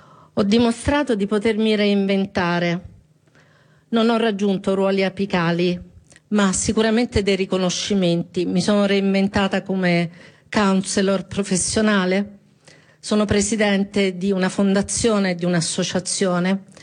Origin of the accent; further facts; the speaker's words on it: Tuscany, Italy; però vengo dalla Toscana, mi sono fatta il viaggio.